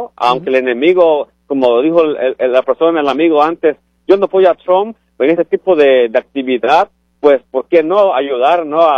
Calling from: Mexico; yo no soy cubano, pero pues uno que también ha sufrido en nuestro pueblo de México

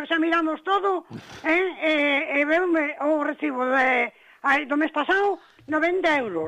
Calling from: Pontevedra, Galicia, Spain; Desde aquí de Pontevedra. Pues, Avenida de Marín.

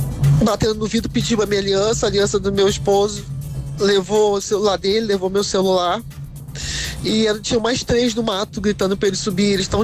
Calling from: Niterói, Rio de Janeiro, Brazil; que eu sou de Niterói.

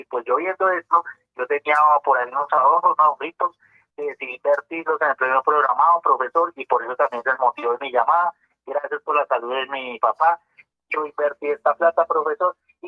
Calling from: Bogotá, Bogotá D.C., Colombia; Yo llamo aquí de Bogotá, el barrio Britalia. Yo estoy aquí en Britalia, profesor.

